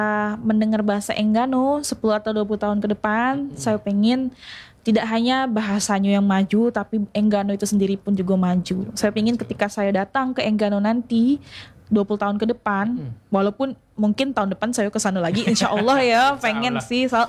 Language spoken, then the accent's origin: Indonesian; Bengkulu, Indonesia; born there; Saya lahir di Bengkulu, tapi saya tidak bisa bahasa Rejang, tidak bisa bahasa serawai, tidak bisa bahasa Lemba.